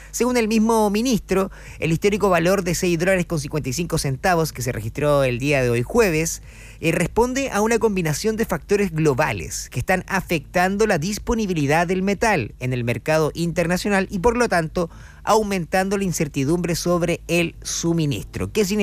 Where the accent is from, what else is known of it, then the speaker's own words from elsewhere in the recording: Chile; Bueno, esto es un escenario que deberíamos aprovechar nosotros como chilenos.